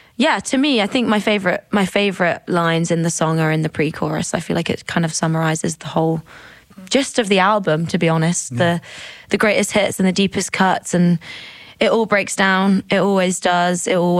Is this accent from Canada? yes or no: no; Midlands, United Kingdom; since I was like a little girl growing up in the Midlands.